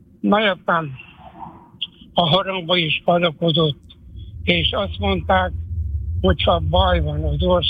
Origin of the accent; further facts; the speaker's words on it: Szabolcs-Szatmár-Bereg, Hungary; born there; Én ott születtem azon a pályán, ahol Petőfi írta, hogy a falu végén kúrt a kocsma.